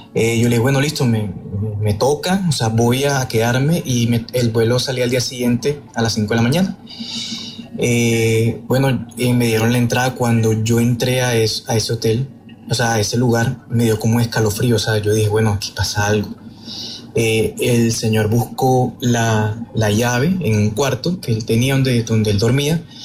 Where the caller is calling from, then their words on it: Barranquilla, Atlántico, Colombia; te hablo de Barranquilla